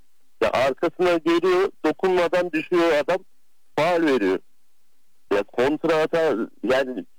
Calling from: Ankara, Turkey; Ankara'dan arıyorum.

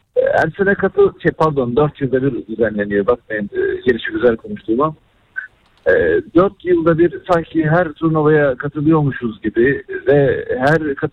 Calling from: Istanbul, Turkey; İstanbul'dan arıyorum sizi.

